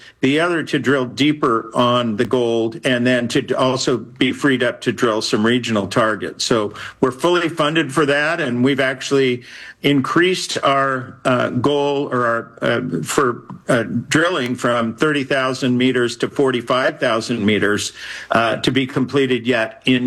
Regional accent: United States; now in Canada; other than me being American, the company is really all Canadian.

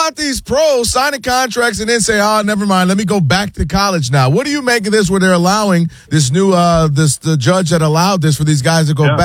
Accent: Ann Arbor, Michigan, United States; I'm born and raised in Ann Arbor

